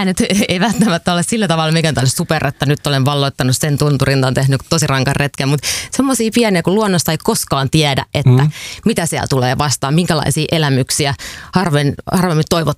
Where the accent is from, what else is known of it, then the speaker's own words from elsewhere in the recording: Nurmijärvi, Uusimaa, Finland; Nurmijärven Rajamäestä.